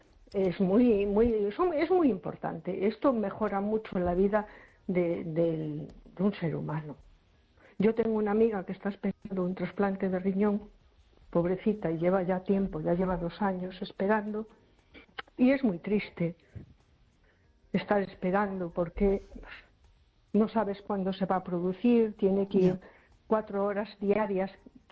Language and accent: Spanish; A Coruña, Galicia, Spain